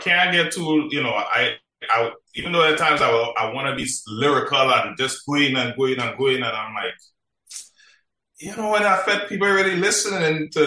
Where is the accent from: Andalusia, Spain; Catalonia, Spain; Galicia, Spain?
Andalusia, Spain; Marbella; born or raised there